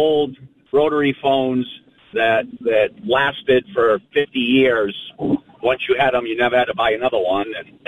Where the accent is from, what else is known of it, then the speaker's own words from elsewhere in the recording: Windham, Maine, United States; now in Arundel, United States; I grew up in Windham.